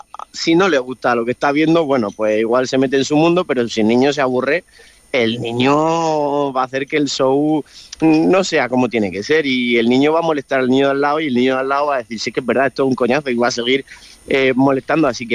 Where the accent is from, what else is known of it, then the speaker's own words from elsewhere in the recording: Lorca, Region of Murcia, Spain; soy lorquino, soy murciano, y aunque no sea donde más trabaje, en Murcia y en Lorca, me siento muy orgulloso de la región que tenemos y de la ciudad que tenemos